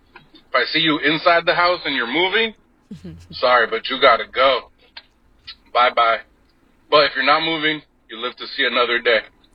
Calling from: San Francisco, California, United States; from San Francisco

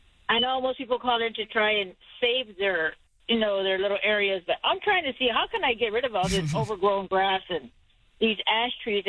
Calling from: Southern Bexar County, Texas, United States; I'm calling from Southern Bear County.

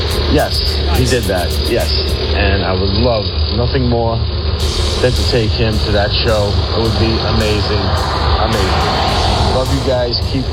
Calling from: Gastonia, North Carolina, United States; from Gastonia.

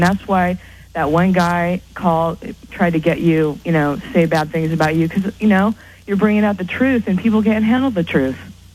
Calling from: California, United States; I'm calling from California.

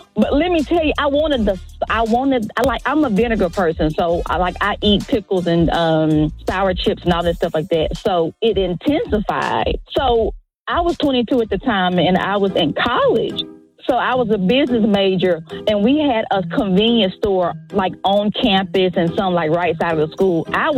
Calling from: Tuscaloosa, Alabama, United States

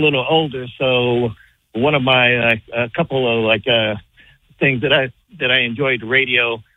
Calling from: Baltimore, Maryland, United States; I'm nearby Baltimore.

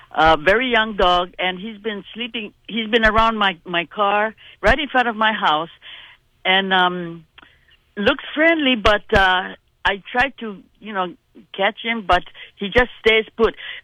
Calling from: Palama, Hawaii, United States; I'm calling from Paloma, behind the Licky Licky Elementary School.

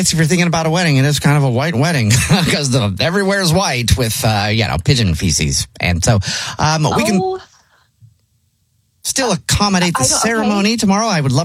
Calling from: Manor, Texas, United States; I'm calling from Manor.

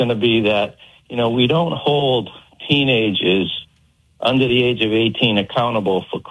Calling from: Millbury, Massachusetts, United States; I've been here since 92

